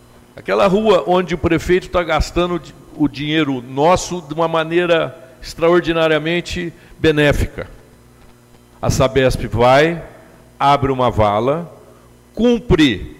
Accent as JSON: {"language": "Portuguese", "town": "Monte Aprazível", "region": "São Paulo", "country": "Brazil", "said": "como brasileiros, paulistas e aprazivelenses"}